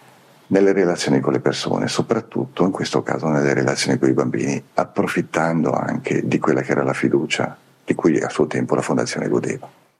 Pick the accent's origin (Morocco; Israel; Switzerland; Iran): Switzerland; Italian-speaking Switzerland; glielo dico da svizzero italiano